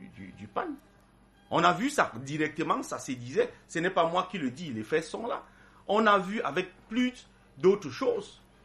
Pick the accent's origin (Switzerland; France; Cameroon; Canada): Cameroon; je dis en tant que Camerounais.